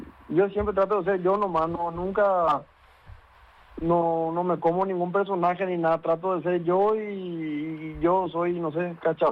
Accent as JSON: {"language": "Spanish", "country": "Paraguay", "said": "los paraguayos somos demasiado, demasiado más grandes de lo que nos creemos."}